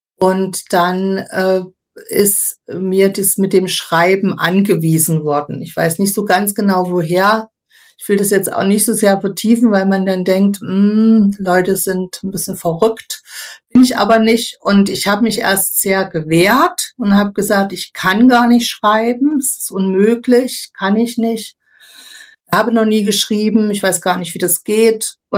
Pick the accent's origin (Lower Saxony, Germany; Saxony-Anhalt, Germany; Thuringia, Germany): Saxony-Anhalt, Germany; Weißenfels; also born or lived in Templin; now in Potsdam, Germany; In Templin bin ich geboren, weil meine Mutter, die war Schauspielerin in Senftenberg, ein Engagement hatte. Und aufgewachsen bin ich in Weißenfels im Herrengartengut meiner Oma und meiner Familie.